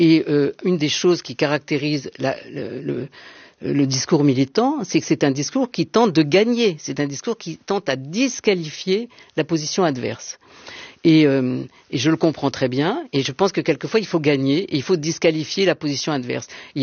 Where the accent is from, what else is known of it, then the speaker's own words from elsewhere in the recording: Marseille, Provence-Alpes-Côte d'Azur, France; now in Paris, France; Je suis arrivée à Paris en 1972 parce que j'étais entrée à Normale Sup, je venais de Aix et de Marseille.